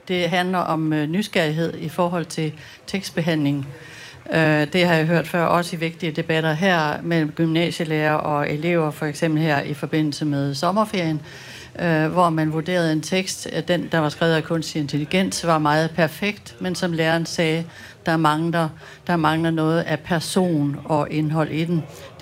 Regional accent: Aarhus, Central Denmark Region, Denmark; Og jeg kommer fra Aarhus.

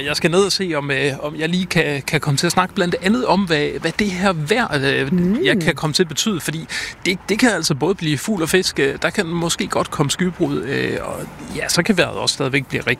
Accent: Frederikshavn, North Denmark Region, Denmark; moved away; Det er jo tæt på, hvor jeg kommer fra. Jeg er jo faktisk Frederikshavn og sådan oprindeligt.

